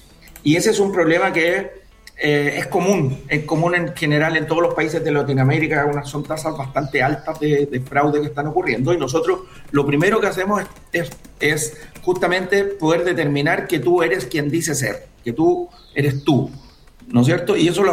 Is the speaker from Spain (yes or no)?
no; Chile